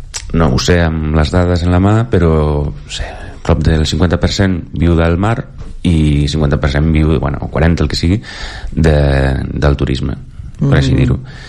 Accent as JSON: {"language": "Catalan", "town": "O Grove", "region": "Galicia", "country": "Spain", "tie": "born or raised there", "also_born_or_lived": "Santiago de Compostela / London", "moved": "as an adult", "lives_now": "Barcelona, Spain", "said": "Jo soc d'un poble petit de costa que es diu Ogrove, a la província de Pontevedra. Som 10.000 habitants, més o menys. I està el que es diu les Ries Baixes."}